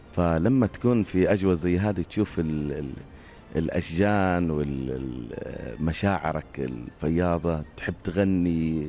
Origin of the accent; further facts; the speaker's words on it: Tarim, Hadramawt, Yemen; also born or lived in Ash Shihr; أنا نشأت في بيئتين. نشأت أولا طفولتي من مواليد مدينة تريم الغنة، اللي هي أرض المرحوم … عليه رحمة الله. بعدها انتقلت إلى ساحل حضرموت، بالتحديد مدينة الشحر، أرض الشاعر الكبير حسين المحضار